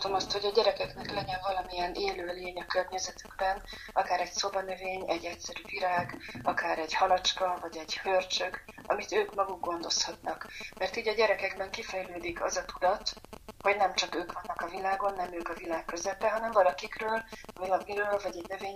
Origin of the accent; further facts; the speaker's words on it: Budapest, Hungary; Egy budapesti 4. emeleti lakásban nőttem fel